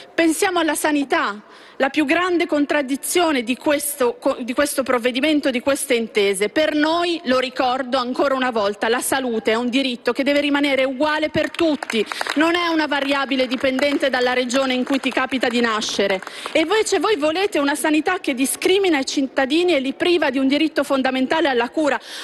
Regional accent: Lombardy, Italy; non lo possiamo accettare perché questo provvedimento, lo dico da lombarda, farà male soprattutto e prima di tutto al nord.

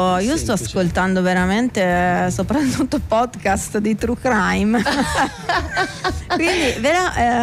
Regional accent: Marche, Italy; un vino rosso delle Marche, della nostra zona

